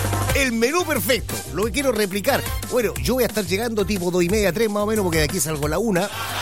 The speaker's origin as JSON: {"language": "Spanish", "town": "Hualpén", "region": "Biobío", "country": "Chile", "tie": "born or raised there", "said": "voy para Hualpén, ¿cierto? Mi tierra natal."}